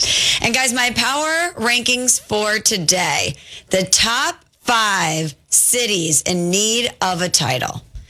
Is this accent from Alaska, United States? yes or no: no; St. Louis, Missouri, United States; I'm from the Loop, and I'm proud. Sure am. Repping St. Louis today. Shout out to the Lou.